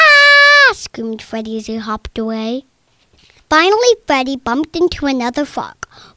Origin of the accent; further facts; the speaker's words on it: Wexford, Pennsylvania, United States; I'm 7 years old and I am from Wexford, Pennsylvania.